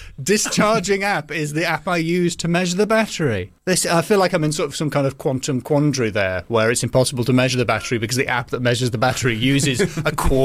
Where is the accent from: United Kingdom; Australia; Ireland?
United Kingdom; England